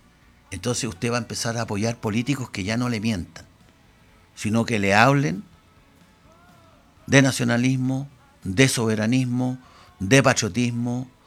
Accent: Chile; El chileno, yo creo que, por lo menos los que estamos acá, yo me declaro patriota.

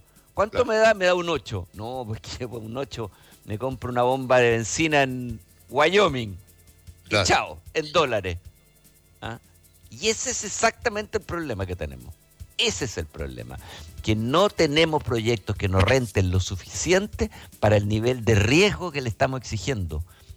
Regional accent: Chile; con lo pendular que somos los chilenos, y digo pendular para no decir esquizofrénico, psicópata, entre los que me incluyo, a mucho orgullo

